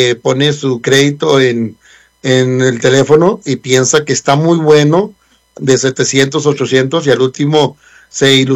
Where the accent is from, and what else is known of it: Mexico